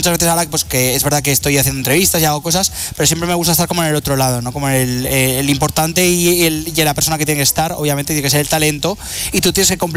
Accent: Madrid, Community of Madrid, Spain; yo que soy de Madrid, todo pasa en Madrid.

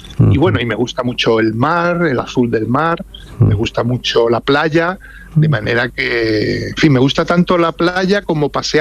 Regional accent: Málaga, Andalusia, Spain; also born or lived in Madrid; Yo, como sabes, soy de Málaga, vivo en la Costa del Sol

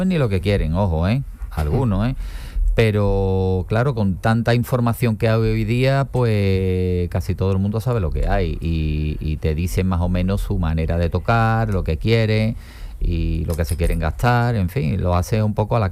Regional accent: Andalusia, Spain; Era un enamorado de su trabajo y un enamorado del puerto de Santa María, porque de ahí toda la familia somos gaditanos.

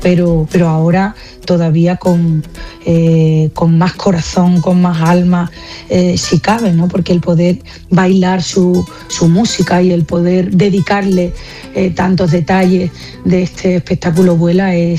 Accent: San Fernando, Andalusia, Spain; now in El Puerto de Santa María, Spain; estoy en mi tierra, la que adoro

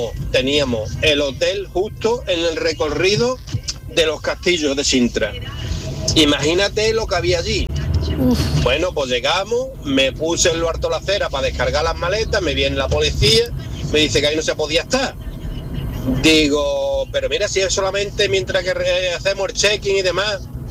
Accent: Huelva, Andalusia, Spain; now in Málaga, Spain; Y como vivo en Málaga y soy de Huerva, ¿dónde voy a ir yo de vacaciones?

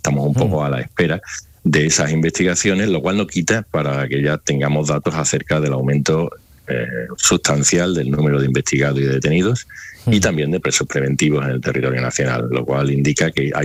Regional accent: Cazalla de la Sierra, Andalusia, Spain; Sí, soy un sevillano de Cazalla de la Sierra

